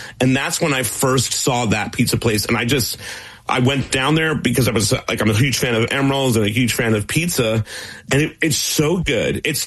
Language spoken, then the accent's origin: English; New Jersey, United States; I'm a Jersey kid, so I grew up in Jersey.